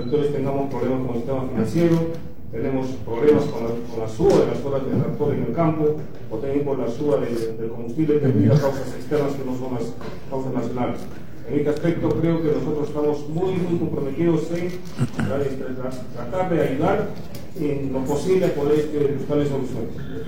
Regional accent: Castilla province, Arequipa, Peru; Como castellano, como corideño

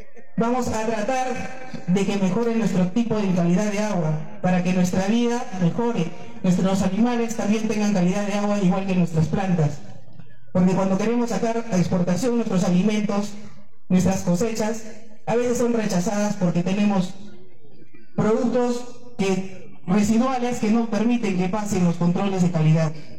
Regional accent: Arequipa, Peru; soy de La Curva, soy de Gran Valdivia, como todos y cada uno que vive aquí en este pueblo hermoso de Boquerón.

